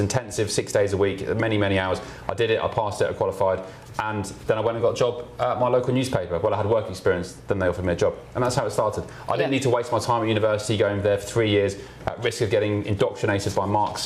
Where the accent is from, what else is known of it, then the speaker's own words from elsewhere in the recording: England, United Kingdom; If it's raining, I may go for a walk in the rain, because being English, I love walking in the rain.